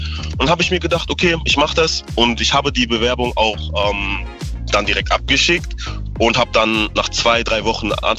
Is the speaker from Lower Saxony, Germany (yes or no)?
no; Münster, North Rhine-Westphalia, Germany; Ja, ich bin in Münster geboren. Ich wurde in der UKM geboren und bin Münsteraner since day one.